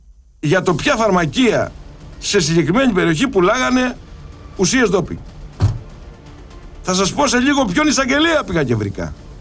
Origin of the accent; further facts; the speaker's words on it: Greece; Αυτοί είμαστε σαν Έλληνες.